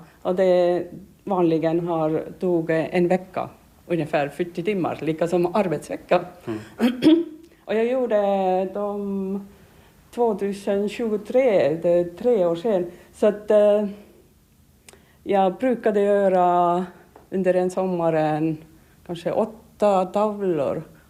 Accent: Tallinn, Harju County, Estonia; Swedish is a second language

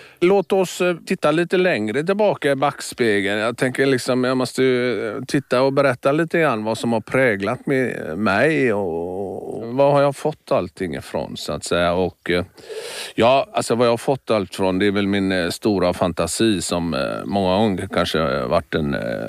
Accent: Gothenburg, Västra Götaland County, Sweden; also born or lived in Bohuslän; Jag var född och uppvuxen i Göteborg och i Bohuslän, så var ju havet aldrig långt borta.

